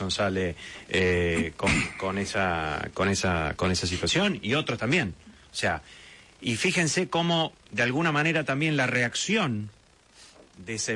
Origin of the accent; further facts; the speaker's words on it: Argentina; Nos hemos visto como argentinos una campaña que se diseminó rápidamente, principalmente por redes sociales, anti-argentina